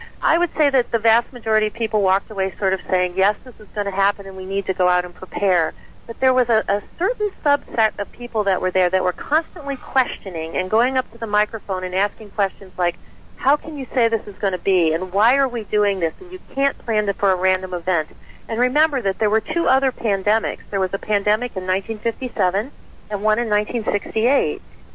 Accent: Cleveland, Ohio, United States; I'm a physician from Cleveland, Ohio

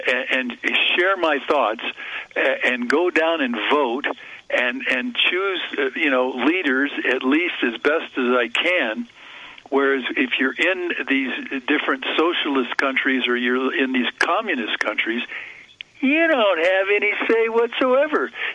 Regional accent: United States; And I sit here as an American citizen, but as a person of the world, that I've traveled the world

